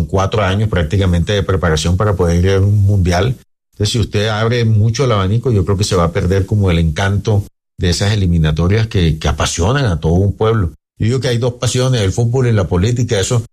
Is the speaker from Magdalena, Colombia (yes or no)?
yes; Santa Marta, Magdalena, Colombia; A ver, yo soy samario, me gusta la Unión Magdalena